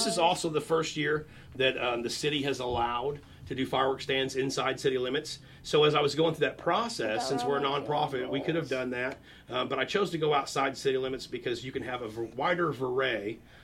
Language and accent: English; Clinton, Missouri, United States; I grew up in Clinton, yep.